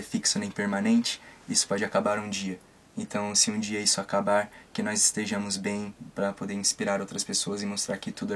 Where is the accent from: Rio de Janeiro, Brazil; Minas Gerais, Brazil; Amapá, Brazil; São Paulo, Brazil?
São Paulo, Brazil; Guarulhos; now in Japan; Fui convocado, saí lá de Guarulhos e hoje eu tô aqui no Japão